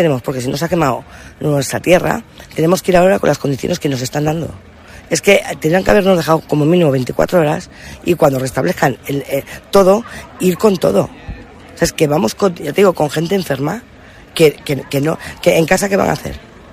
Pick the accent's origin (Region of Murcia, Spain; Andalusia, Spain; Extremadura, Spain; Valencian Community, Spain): Extremadura, Spain; Martilandrán